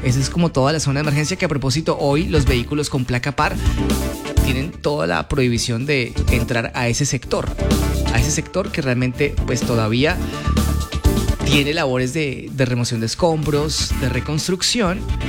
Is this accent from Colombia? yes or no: yes; Cali, Valle del Cauca, Colombia; Y como caleño